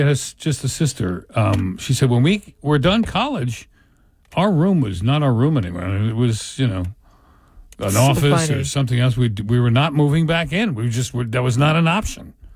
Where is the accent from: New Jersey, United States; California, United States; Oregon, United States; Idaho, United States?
New Jersey, United States; Delran; I lived behind a family that had four boys when I was growing up in Delran